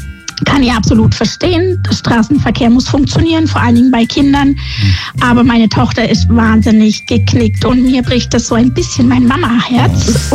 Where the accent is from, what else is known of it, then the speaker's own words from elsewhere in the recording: Altusried, Bavaria, Germany; ich bin aus dem Allgäu, aus Altesried.